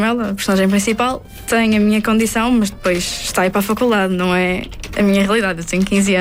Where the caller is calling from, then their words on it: Gondomar, Norte, Portugal; Sou de Gondomar.